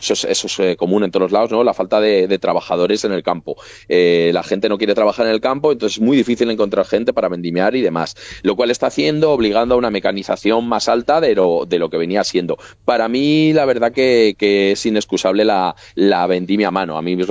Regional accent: Aranda de Duero, Castile and León, Spain; somos de Aranda de Duero, ¿no?

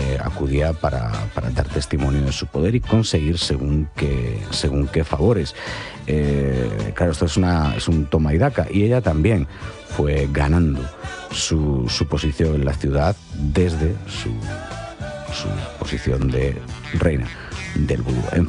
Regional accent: Galicia, Spain; Yo soy gallego, a ver las islas, ¿vale?

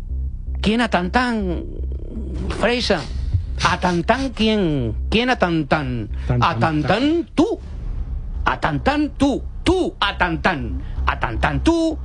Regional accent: Spain; Por nacimiento, como dice Federico, somos españoles, nacemos españoles y ya todo es nuestro.

